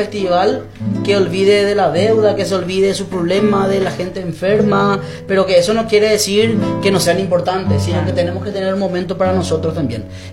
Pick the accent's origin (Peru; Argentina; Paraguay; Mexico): Paraguay; nosotros como paraguayos tenemos la fortaleza de librar grandes batallas